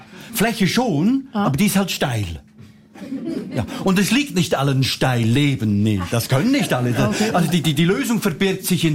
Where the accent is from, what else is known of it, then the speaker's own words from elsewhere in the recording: Switzerland; Wissen Sie, ich komme aus der Schweiz.